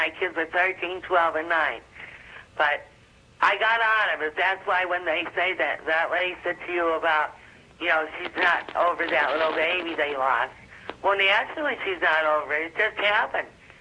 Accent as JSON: {"language": "English", "town": "Worcester", "region": "Pennsylvania", "country": "United States", "said": "Well, I'm from Worcester, Pennsylvania, sister, near the Pocono Mountains."}